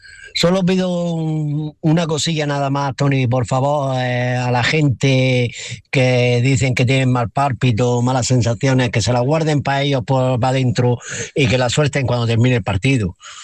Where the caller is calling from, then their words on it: Almería, Andalusia, Spain; somos almerienses